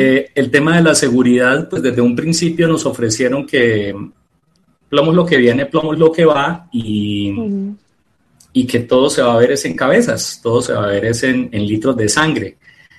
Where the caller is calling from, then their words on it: Medellín, Antioquia, Colombia; Yo vivo en Medellín